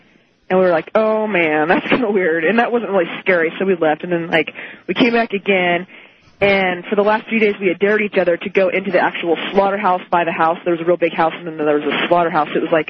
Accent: Susanville, California, United States

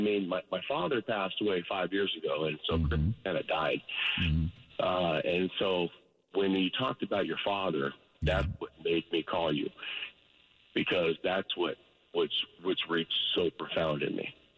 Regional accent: Beaverton, Oregon, United States; growing up in Beaverton at Grandma's house

